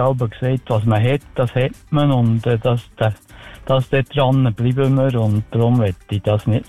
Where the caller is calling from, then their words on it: Bern, Switzerland; das mögen wir ihr als Berner natürlich sehr gönnen.